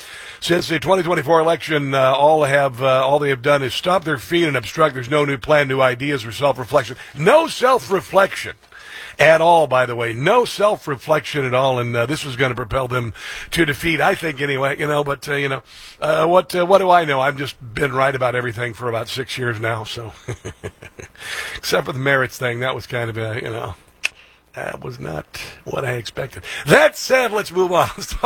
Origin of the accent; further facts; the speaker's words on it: Iowa, United States; now in Washington, United States; Now, I know you're thinking, well, I grew up in Iowa. Isn't Iowa beautiful?